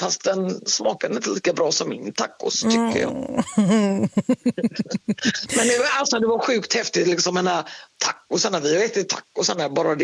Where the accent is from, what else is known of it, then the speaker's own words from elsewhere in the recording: Sweden; när vi kom hem till Sverige